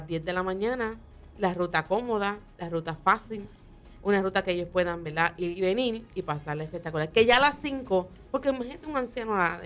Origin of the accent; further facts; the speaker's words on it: Fajardo, Puerto Rico; En mi pueblo, obviamente, en Fajardo